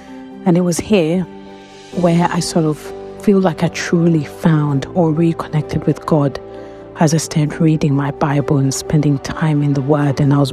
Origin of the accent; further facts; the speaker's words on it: London, United Kingdom; moved away as an adult; I am from London.